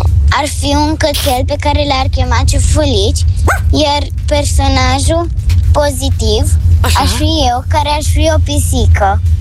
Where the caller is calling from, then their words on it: Brașov, Brașov County, Romania; din Brașov. Am 7 ani.